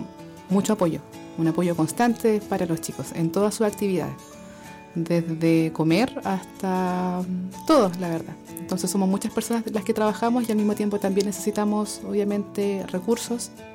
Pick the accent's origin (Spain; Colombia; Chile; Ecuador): Chile; Concepción, Biobío; moved away as an adult; now in Puerto Montt, Chile; nosotros somos de Concepción.